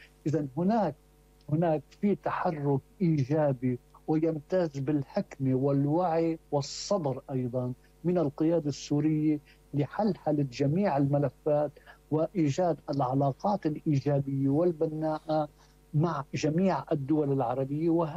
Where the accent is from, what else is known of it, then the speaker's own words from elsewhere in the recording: Lebanon; يعني أنا كلبناني